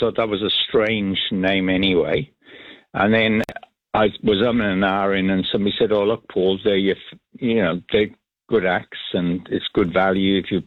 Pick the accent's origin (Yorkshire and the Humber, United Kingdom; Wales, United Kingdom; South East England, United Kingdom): Wales, United Kingdom; I'm Welsh, and … was Welsh